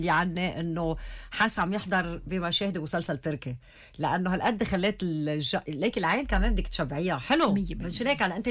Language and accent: Arabic; Lebanon; لما بفكروا انه بنات عندنا بلبنان الممثلات بيطلعوا بيحكوا حكي وشكلهم بس حلو، لا مش كلهم هيك.